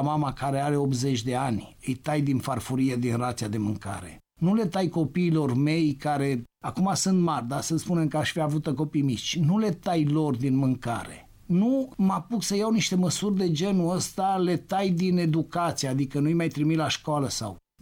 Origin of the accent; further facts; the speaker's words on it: Romania; Nu pot să-mi spui ca român, ca om să fiu de acord cu tine.